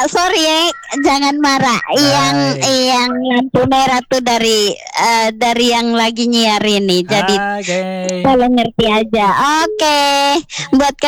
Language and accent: Indonesian; East Nusa Tenggara, Indonesia; Iya, tapi asli memang suku Sabu, tapi asli Sumba.